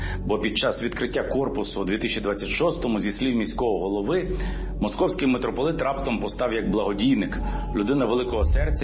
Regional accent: Lviv, Lviv Oblast, Ukraine; до мого рідного Львова.

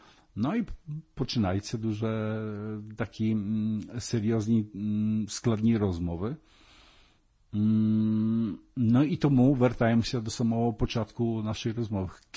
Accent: Poland; Ukrainian is a second language; moved away; коли я говорив, що я з Польщі

